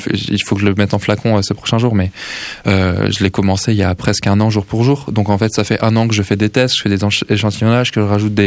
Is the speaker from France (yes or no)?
yes; Île-de-France, France; now in Toulouse, France; moi je viens pas de Toulouse à la base, je viens du 93